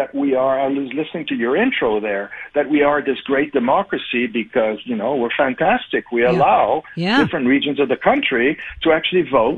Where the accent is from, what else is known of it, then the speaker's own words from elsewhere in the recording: Canada; I'm from Canada.